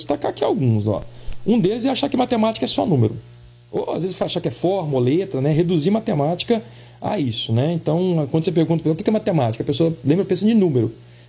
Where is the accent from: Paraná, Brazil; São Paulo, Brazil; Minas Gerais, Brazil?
Minas Gerais, Brazil; Belo Horizonte; now in Ouro Preto, Brazil; quando eu cheguei em Ouro Preto, eu vim de Belo Horizonte, minha família é de lá, vim para o FOP fazer faculdade, né?